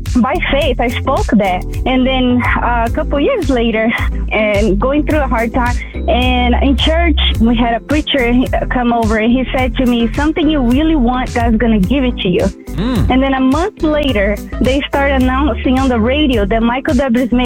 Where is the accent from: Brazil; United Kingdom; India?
Brazil; English is a second language; now in Tucson, United States; I grew up in Brazil. We were really, really poor.